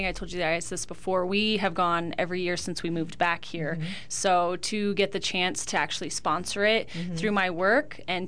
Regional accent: Prescott Valley, Arizona, United States; moved away; also born or lived in Colorado; So I grew up here in Prescott Valley.

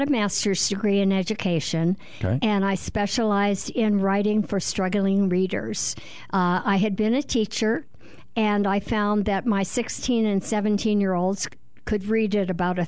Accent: Scottsdale, Arizona, United States; I grew up in Scottsdale.

